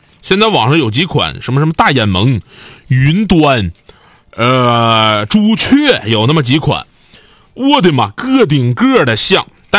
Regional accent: Northeast China, China; 我们大多数都是我们东北人，我们就这么唠。

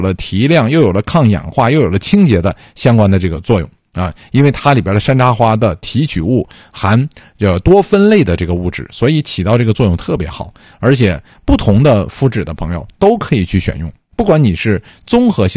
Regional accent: Northeast China, China; 虽然咱作为东北人来说还是不觉得说非得去避暑

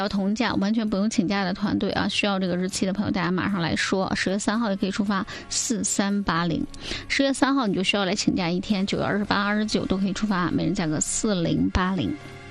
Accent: Northeast China, China; 跟我们东北这边很像

